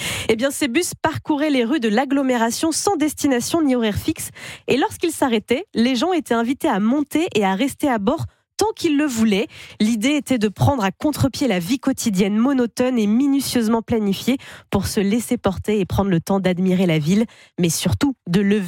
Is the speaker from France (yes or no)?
yes; France; même chez nous, en France